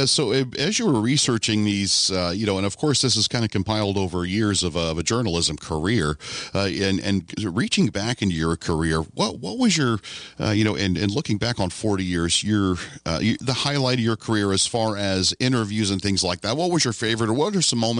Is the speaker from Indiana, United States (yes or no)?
yes; Bedford, Indiana, United States; also born or lived in Denver, Colorado; Even when I lived out west for a little while, you know, in Denver, you know, I was like, oh, I'm from Lawrence County. I'm from Bedford, Indiana.